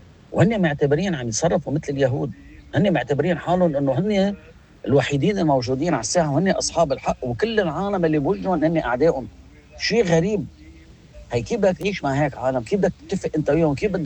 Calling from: Beirut, Beirut Governorate, Lebanon; أنا من بيروت، أنا ما دخل لي مغدوشة

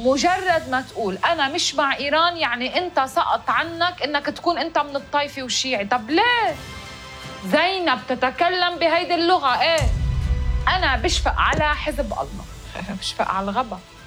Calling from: Lebanon; أنا لبنانية أنتمي إلى لبنان فقط لا غير،

